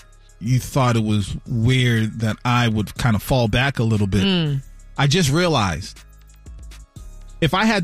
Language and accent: English; Boston, Massachusetts, United States; I'm not from New York either, from Boston.